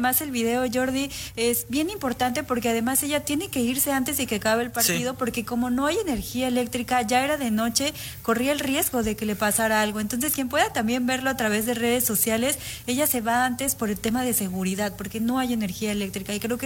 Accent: Mexico

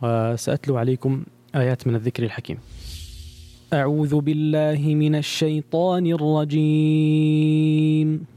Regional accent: Oman; شيخي الذي أقرأ معه الأستاذ الكريم الفاضل خالد الحسني، أيضا من بلدي سلطنة عمان

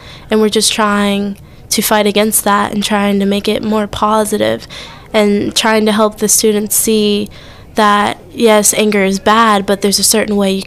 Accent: South Allegheny, Pennsylvania, United States; I'm 18 and I'm from South Allegheny.

